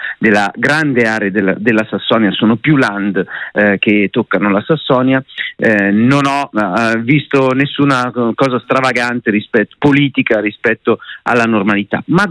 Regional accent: Milan, Lombardy, Italy; accent: Milanese; Io, come sente dal mio accento, sono milanese, frequento Roma abitualmente

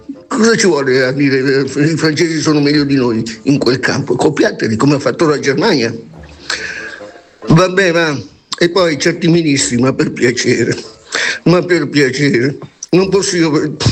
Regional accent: Apulia, Italy; born there; Però io sono nato in Puglia in una casa fanfani.

